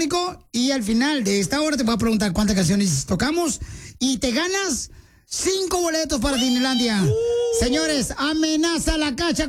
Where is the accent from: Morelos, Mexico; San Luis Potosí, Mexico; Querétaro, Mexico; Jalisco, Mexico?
Jalisco, Mexico; Ocotlán; En Ocotlán, Jalisco, mi tierra natal, sí.